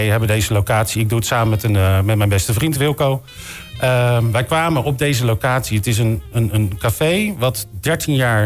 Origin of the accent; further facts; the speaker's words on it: Alphen aan den Rijn, South Holland, Netherlands; ik kom uit Alphen aan den Rijn